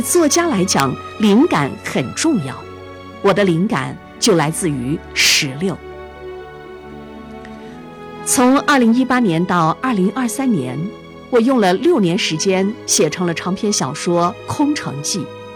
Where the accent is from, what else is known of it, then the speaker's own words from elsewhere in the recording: Changji, Xinjiang, China; born there; moved away as an adult; also born or lived in Wuhan; now in Beijing, China; 我出生在新疆天山脚下的昌吉市，父母是支边青年，上世纪50年代从河南来到新疆。生在新疆